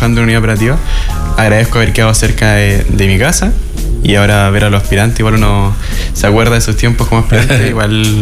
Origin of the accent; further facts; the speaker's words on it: Teno, Maule, Chile; also born or lived in Santiago; Sí, yo soy oriundo de Teno.